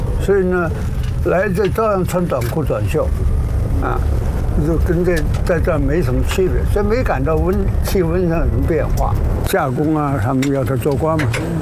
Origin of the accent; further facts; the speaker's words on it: Guilin, Guangxi, China; born there; 按道理说，如果不打仗，我是杭州人，这一打仗我变成桂林人了。然后他们就逃难逃到桂林，我就在桂林出生。